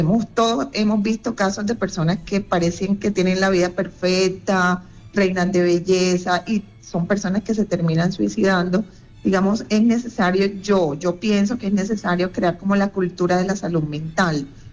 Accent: Cartagena, Bolívar, Colombia; now in Medellín, Colombia; yo soy de Cartagena, pero lastimosamente no vivo en Cartagena

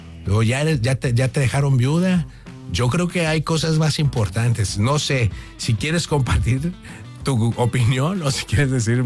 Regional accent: Monterrey, Nuevo León, Mexico; somos regios. Vivimos en Monterrey, somos de Monterrey

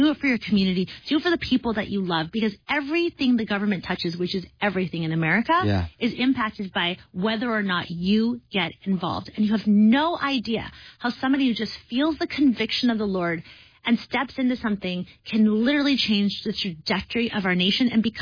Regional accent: United States

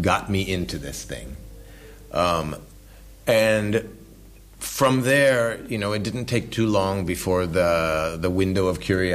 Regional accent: Whidbey Island, Washington, United States; also born or lived in Santa Monica, California; I grew up a little bit north of Seattle on an island called Whidbey Island. I was born in Santa Monica, California, though.

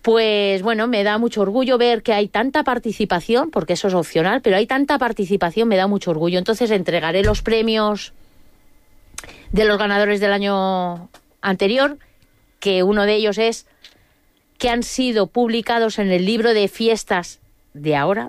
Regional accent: Biar, Valencian Community, Spain; mi pueblo, pone en valor Viar

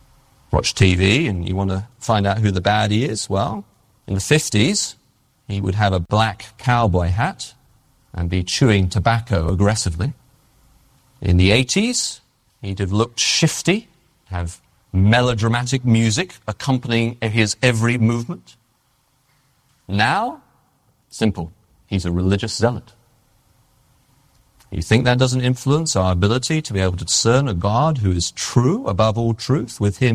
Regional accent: England, United Kingdom

